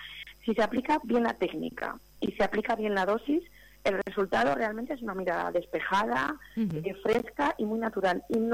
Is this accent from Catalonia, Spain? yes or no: no; Llodio, Basque Country, Spain; Yo soy del Audio de toda la vida, aquí está mi familia, aquí están todos mis amigos, aquí está mi gente.